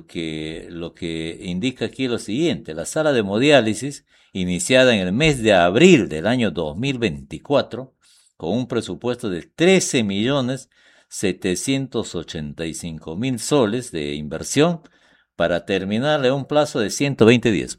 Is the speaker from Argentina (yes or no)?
yes; Buenos Aires, Argentina; moved away; en mi país de Buenos Aires, Argentina